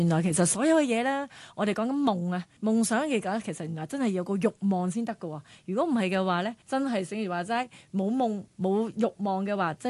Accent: Hong Kong; 我们真的土生土长的香港年轻人

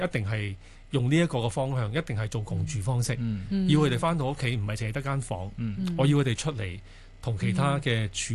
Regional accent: China; 做節我哋中國人更加啦，中秋啊，係咪啊？

